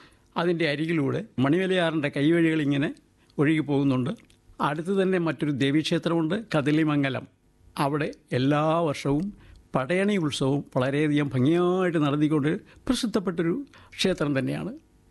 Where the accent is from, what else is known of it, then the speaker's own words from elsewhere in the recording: Thiruvalla, Kerala, India; ഞാൻ ജനിച്ചു വളർന്നത് മധ്യ തിരുവിതാംകൂറിലെ തിരുവല്ല എന്ന് പറഞ്ഞ സ്ഥലത്താണ്. അതിനൊരു പ്രത്യേകതയുള്ളത്, കേരളത്തിൽ എവിടേക്കും യാത്ര ചെയ്യാൻ ഒരു സെൻറ്റർ, അതാണ് ഞങ്ങളുടെ നാടിൻ്റെ ഒരു സവിശേഷത.